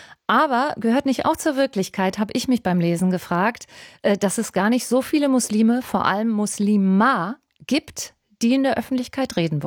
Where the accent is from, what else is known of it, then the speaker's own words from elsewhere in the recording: Düsseldorf, North Rhine-Westphalia, Germany; Viele Hochhäuser, grauer Beton, erinnere ich aus meiner Kindheit. Ich bin nebenan im Nachbarviertel Urdenbach groß geworden.